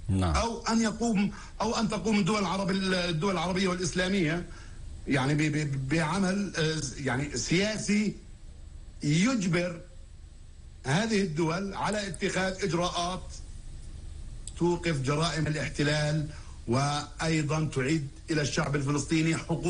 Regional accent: Palestine; كمواطن فلسطيني عادي

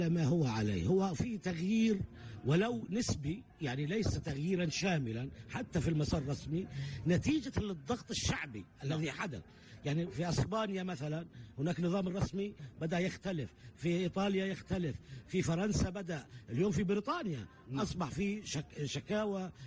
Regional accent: Palestine; إحنا سنبقى نعاني كفلسطينيين

